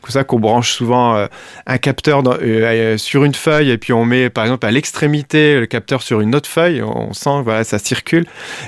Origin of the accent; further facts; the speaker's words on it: Douai, Hauts-de-France, France; je suis de Douai, et puis je suis vraiment pas loin